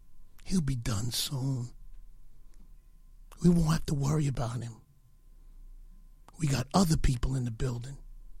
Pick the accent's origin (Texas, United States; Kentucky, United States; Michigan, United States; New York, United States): New York, United States; I'm from New York, bro.